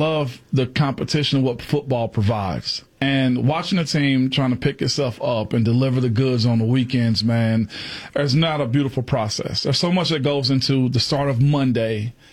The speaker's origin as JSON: {"language": "English", "town": "Henning", "region": "Tennessee", "country": "United States", "tie": "born or raised there", "said": "I grew up in Henning. But I went to school at Ripley High School."}